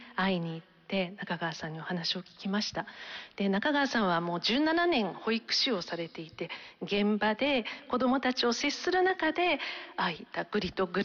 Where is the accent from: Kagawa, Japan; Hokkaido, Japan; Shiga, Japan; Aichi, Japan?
Hokkaido, Japan; Sapporo; moved away as an adult; now in Tokyo, Japan; 私は札幌で育ったので